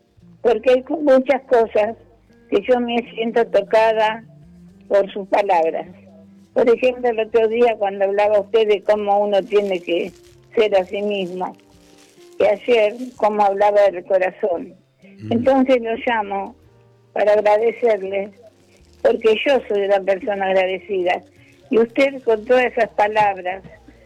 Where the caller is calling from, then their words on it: Los Polvorines, Buenos Aires Province, Argentina; soy de Los Polvorines.